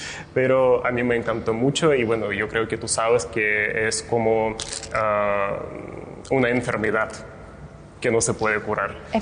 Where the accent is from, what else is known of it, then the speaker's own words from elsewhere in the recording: Rybinsk, Yaroslavl Oblast, Russia; mi amor por lo urbano nació en mi ciudad natal, en Rybinsk, porque igual tiene un casco histórico que es como una pequeña perla, una joya.